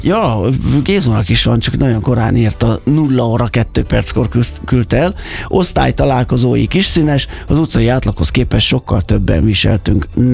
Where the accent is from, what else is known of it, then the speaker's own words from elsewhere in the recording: Budapest, Hungary; ahol felnőttem a Majakovszki utcában, ugye azt is visszanevezték Király utcára